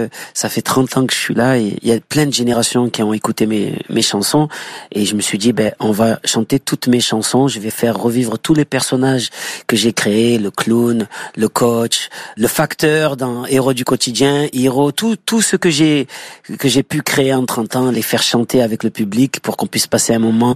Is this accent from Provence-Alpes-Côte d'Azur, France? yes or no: yes; Marseille, Provence-Alpes-Côte d'Azur, France; je vois mes quartiers nord, là où j'ai grandi, je vois la mer, je vois le port, je vois au loin Notre-Dame de la Garde, j'entends direct les accents, les cigales.